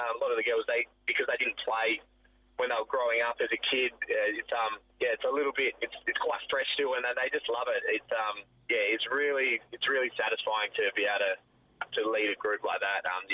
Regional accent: Northampton, Western Australia, Australia; now in Perth, Australia; we were a massive footy family growing up in Northampton.

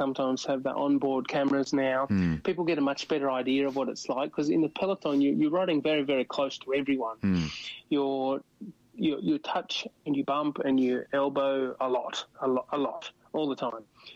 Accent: Northern Territory, Australia; going back to my growing up in the Northern Territory, I suppose I do appreciate my personal space.

